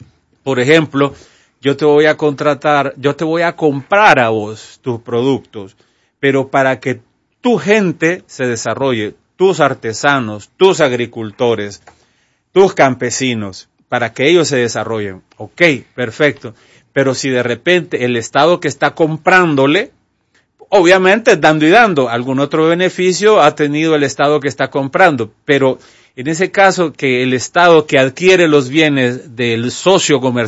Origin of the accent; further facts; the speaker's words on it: Honduras; Tenemos mala experiencia como Estado hondureño